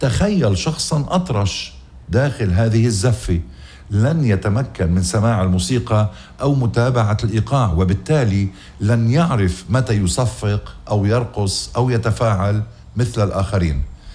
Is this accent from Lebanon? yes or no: yes; Lebanon; أليس مذلا لنا كلبنانيين أن نستيقظ كل يوم على أصوات المسيرات الإسرائيلية فوق رؤوسنا